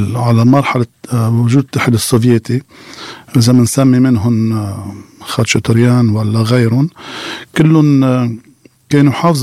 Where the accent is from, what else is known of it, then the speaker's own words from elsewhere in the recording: Lebanon; accent: Lebanese; رح بحكي باللهجة اللبنانية.